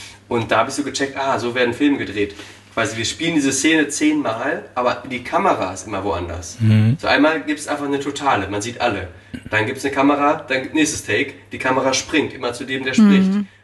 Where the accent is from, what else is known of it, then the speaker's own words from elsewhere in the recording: Osnabrück, Lower Saxony, Germany; Also ich komme aus Osnabrück, Norddeutschland.